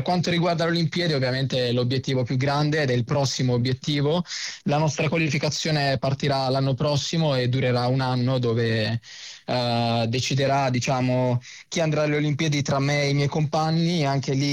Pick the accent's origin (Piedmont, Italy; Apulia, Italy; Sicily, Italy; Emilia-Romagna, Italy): Apulia, Italy; Santeramo in Colle; quando avevo più o meno 7 anni, ovviamente per divertimento qua nel mio paese Santeramo in Colle